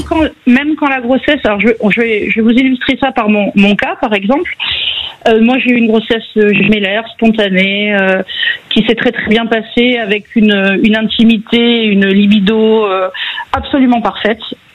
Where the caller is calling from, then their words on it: Nouvelle-Aquitaine, France; je viens du Pays Basque